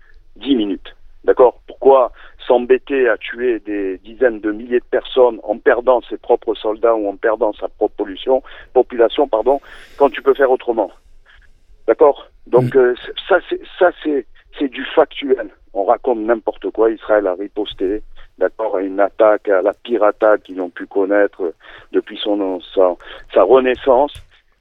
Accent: France; je ne suis pas israélien, je suis français juif vivant à Marseille

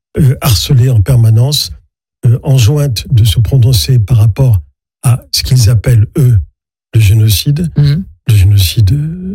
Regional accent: Morocco; moved away; Venant d'un pays arabe, pour moi, c'était la moindre des choses. Et dans ma jeunesse, au Maroc, je n'avais pas connu ça. On était des Français du Maroc, c'était avant l'indépendance, on est resté après l'indépendance.

